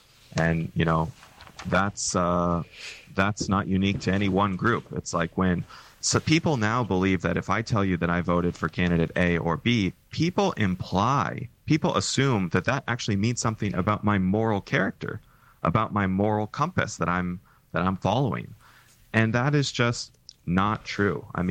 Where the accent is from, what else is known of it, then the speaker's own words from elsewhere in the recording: California, United States; And in fact, I'm from Silicon Valley, where a lot of people are hardcore capitalists.